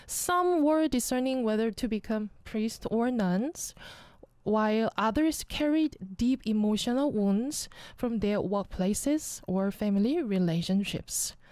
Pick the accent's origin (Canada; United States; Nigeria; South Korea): South Korea; Jeju; moved away as an adult; also born or lived in Seoul; I need to go back to my hometown Jeju right now